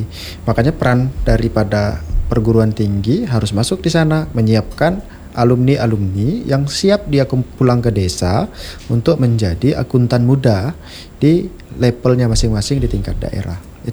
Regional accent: West Kalimantan, Indonesia; Di kampung saya di pedalaman Kabupaten Melawi sana

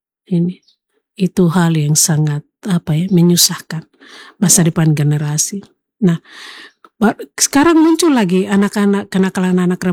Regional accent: Papua, Indonesia; Terutama anak-anak kita, orang asli Papua.

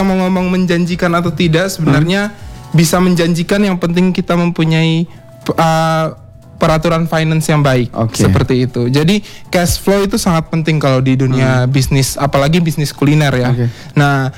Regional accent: Maumere, East Nusa Tenggara, Indonesia; Saya lahir dan besar di Maumere.

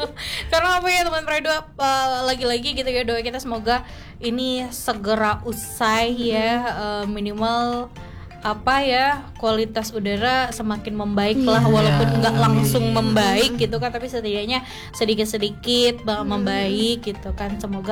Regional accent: Pontianak, West Kalimantan, Indonesia; kita orang Pontianak

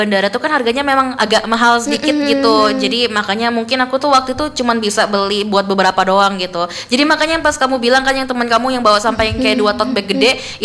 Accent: Samarinda, East Kalimantan, Indonesia; Aku asli Samarinda

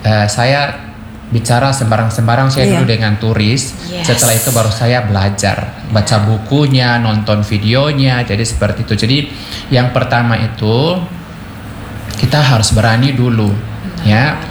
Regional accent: Biak, Papua, Indonesia; Indonesian is a second language; Daripada bahasa saya dari Biak itu lebih tidak mengerti lagi.

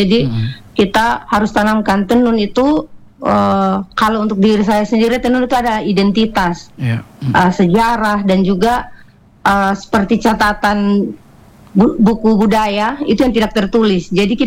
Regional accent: East Nusa Tenggara, Indonesia; Nusa Tenggara Timur, khususnya Sumba Barat.

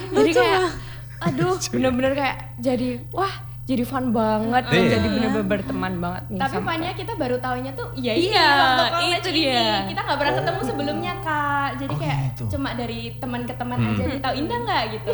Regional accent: Karanganyar, Central Java, Indonesia; also born or lived in Surakarta; aku itu kan orang Karanganyar kak, tapi aku high schoolnya di Surakarta.

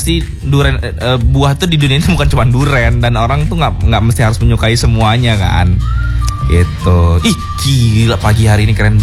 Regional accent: Lampung, Indonesia; dibilangnya gue orang Lampung dan gue perokok

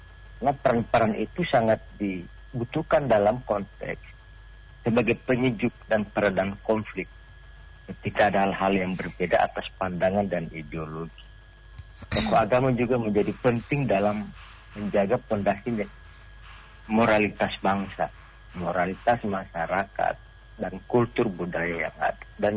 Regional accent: Gorontalo, Indonesia; Sebagai warga Gorontalo

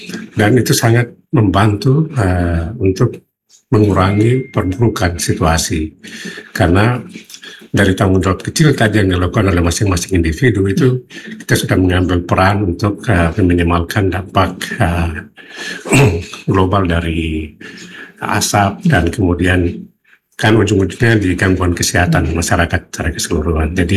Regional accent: Manokwari, West Papua, Indonesia; kita warga Manokwari

